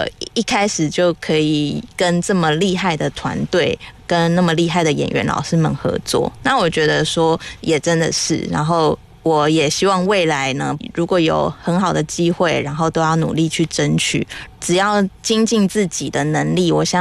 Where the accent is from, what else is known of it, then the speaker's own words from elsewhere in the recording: Taiwan; accent: Taiwanese accent; 听到我的台湾腔以后就说